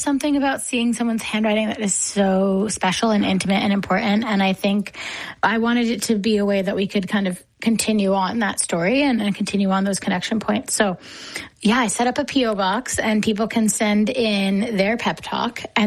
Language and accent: English; East Coast, United States; I'm from the East Coast and things like that.